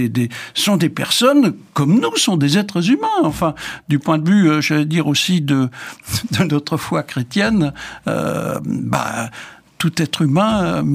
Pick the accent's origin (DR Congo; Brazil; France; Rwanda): France; Grand Est; moved away; Je suis originaire d'Alsace. Mon village d'origine, je trouve au bord du Rhin.